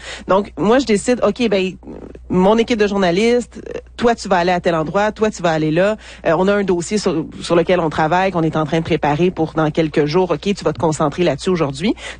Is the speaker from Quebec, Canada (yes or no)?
yes; Gatineau, Quebec, Canada; moved away as an adult; also born or lived in North Shore of Montreal, Quebec; now in Abitibi-Témiscamingue, Canada; Moi, je suis née sur la rive nord de Montréal, mais j'ai grandi à Gatineau.